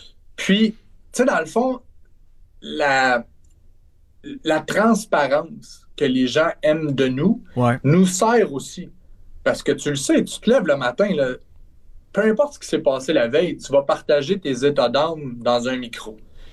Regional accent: Trois-Rivières, Quebec, Canada; Le plus absurde là-dedans, c'est que je viens de Trois-Rivières. Je suis directement dans le milieu.

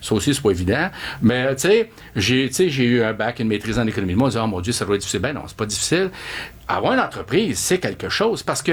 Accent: Brossard, Quebec, Canada; born there; also born or lived in Montreal; now in Saint-Constant, Canada; J'ai été élevé à Montréal, l'est de Montréal, puis après, je suis allé rester à partir de 6 ans à Brossard, puis après, je suis allé dans mon comté à Saint-Constant à partir de 19 ans.

